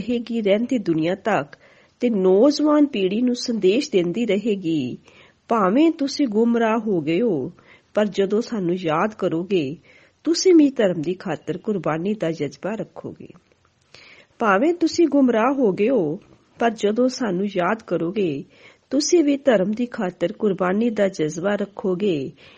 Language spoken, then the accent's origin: Punjabi; Patiala, Punjab, India; ਸਾਰਿਆਂ ਨੂੰ ਮੇਰੀ ਪਿਆਰ ਭਰੀ ਸਤਿ ਸ੍ਰੀ ਅਕਾਲ। ਮੈਂ ਪਟਿਆਲਾ ਤੋਂ